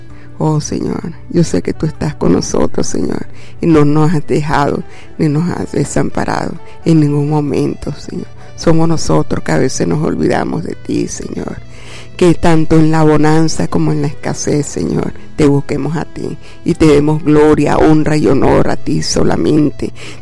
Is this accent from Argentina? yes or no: no; Venezuela; como venezolano, actuamos de mala manera ante un tropiezo